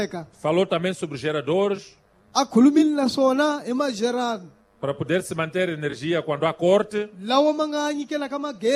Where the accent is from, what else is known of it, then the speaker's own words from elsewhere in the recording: Mozambique; o terrorismo em Cabo Delgado está a afetar a todos nós como moçambicanos.